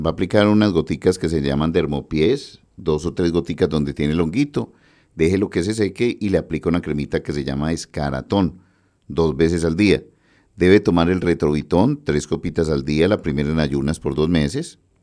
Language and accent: Spanish; Antioquia, Colombia; nosotros los antioqueños